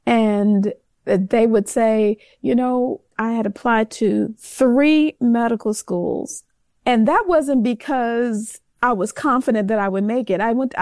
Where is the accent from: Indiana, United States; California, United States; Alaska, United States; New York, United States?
Indiana, United States; Gary; born or raised there